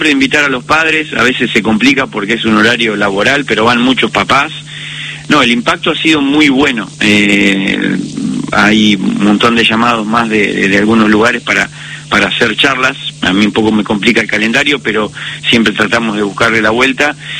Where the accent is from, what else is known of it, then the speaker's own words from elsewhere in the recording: Lonquimay, La Pampa, Argentina; yo soy de Lonquimay, también un pueblo muy chiquitito